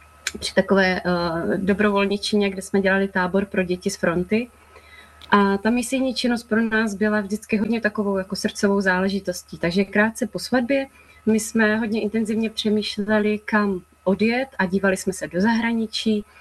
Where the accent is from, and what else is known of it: Brno, South Moravian Region, Czechia; born or raised there